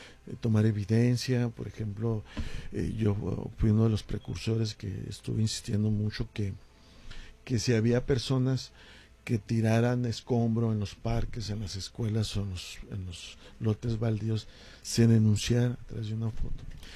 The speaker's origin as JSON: {"language": "Spanish", "town": "Ciudad Juárez", "region": "Chihuahua", "country": "Mexico"}